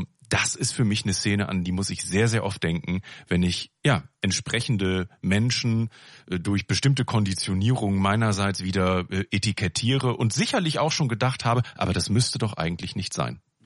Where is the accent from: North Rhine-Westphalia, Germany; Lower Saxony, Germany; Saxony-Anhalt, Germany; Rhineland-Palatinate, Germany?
Lower Saxony, Germany; So etwa bei uns in Südoldenburg nannte man diese Gruppierung häufig die Nicht-Sesshaften.